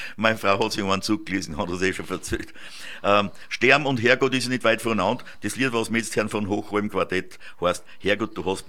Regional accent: Imst, Tyrol, Austria; ist zwar nicht der gebürtige Imser, aber er ist ein Imser durch und an und daher kennen uns wir von klein auf. Du bist in Bodischl geboren, ich war nur Hausgeburt.

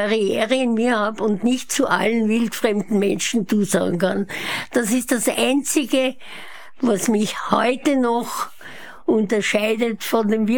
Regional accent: Vienna, Austria; moved away as an adult; also born or lived in Montreal / Seattle; now in St. Wolfgang, Austria; Ich bin in Wien geboren, 1939, bin also nicht mehr die Allerjüngste und habe die ersten 27 Jahre meines Lebens in Wien verbracht

